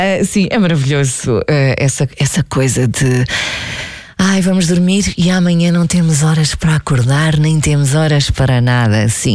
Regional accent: Amor, Centro, Portugal; born there; nas festas da minha aldeia, que se chama Amores, ali perto de Leiria.

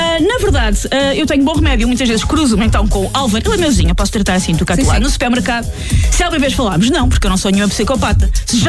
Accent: Portugal

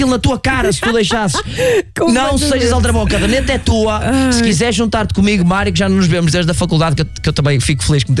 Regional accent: Trofa, Norte, Portugal; eu sou da Trofa. Eu disse: vim da Trofa.

